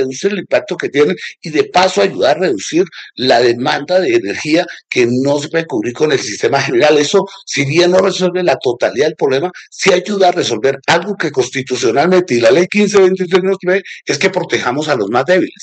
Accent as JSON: {"language": "Spanish", "country": "Colombia", "said": "Allí tenemos nosotros, es que como colombianos, es una veeduría que esa decisión se haga y se haga correctamente."}